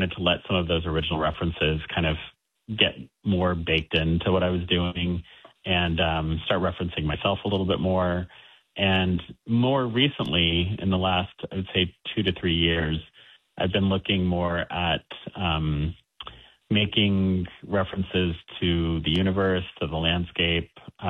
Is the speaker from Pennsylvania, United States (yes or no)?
no; Colorado Springs, Colorado, United States; born there; also born or lived in North Carolina, United States / Germany / New Jersey, United States / Korea; I grew up, I was born in Colorado Springs. And then I moved to North Carolina. Then we lived in Germany for 5 years, and then back to New Jersey for 5 years. And then we moved to Korea for 3 years, and then back to Maryland.